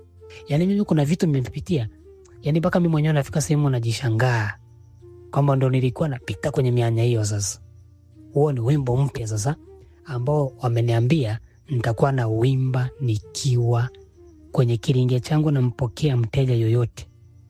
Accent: Sumbawanga, Rukwa, Tanzania; Sio wamesikia kwa mimi nimetokea Sumbawanga.

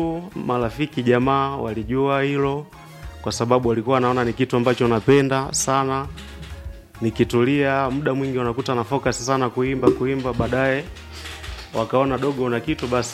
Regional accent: Iringa, Tanzania; now in Mafinga, Tanzania; Nimetokea Wasa, ndo nyumbani kule. Nimesoma kule. Lakini kwa sasa nipo Mafinga. Nipo Mafinga

